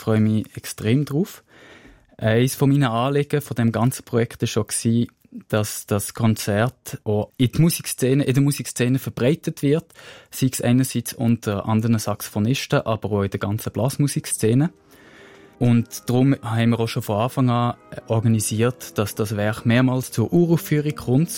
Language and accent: German; Bern, Switzerland; Und andererseits bin ich in Bern aufgewachsen.